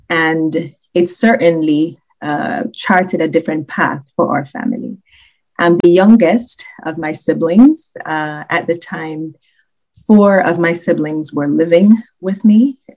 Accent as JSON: {"language": "English", "town": "May Pen", "region": "Clarendon", "country": "Jamaica", "tie": "born or raised there", "moved": "as an adult", "lives_now": "United States", "said": "I'm from the rural area of Jamaica, Maypin, Clarendon. Oh, wow. And I grew up there for most of my life, matriculating onto high school at Glenmere High School in Maypin."}